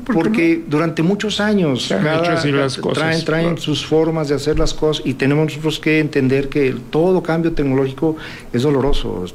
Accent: Durango, Mexico; Somos de aquí de Durango

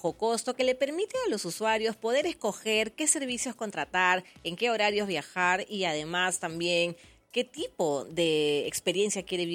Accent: Peru

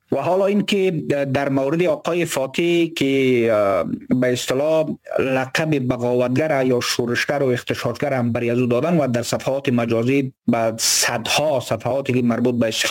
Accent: Badakhshan, Afghanistan; ما از بدخشان هستیم

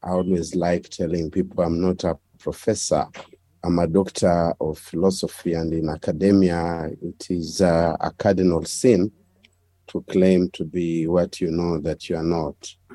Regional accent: Kenya; as a Kenyan people, we are increasingly becoming violent.

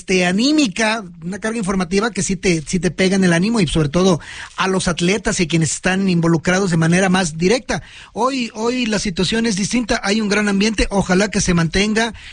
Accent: Mexico

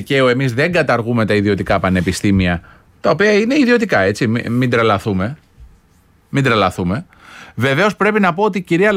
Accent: Karditsa, Thessaly, Greece; το χωριό μου εμένα στην Καρδίτσα

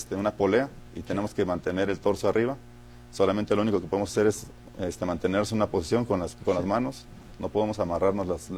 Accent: Mexico; Esto se puede ver reflejado en que nosotros como mexicanos no podemos rendirnos

